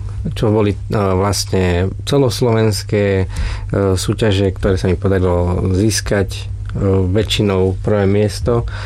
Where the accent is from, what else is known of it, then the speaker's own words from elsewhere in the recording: Trnava, Trnava Region, Slovakia; Ja som sa narodil v Trnave, odtiaľ aj pochádzam z Trnavy a vlastne pochádzam z hudobníckych rodín